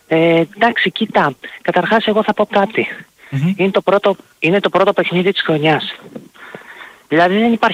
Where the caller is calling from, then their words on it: Mytilene, North Aegean, Greece; Είμαι ο … από Μυτιλίνη.